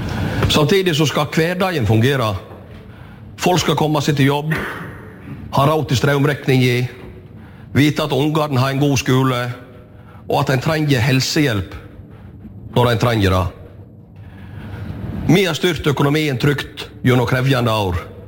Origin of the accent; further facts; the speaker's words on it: Solvorn, Vestland, Norway; Første livåret mitt da vokste jeg opp i Solvården. Far min var lensmannsdrenger inne.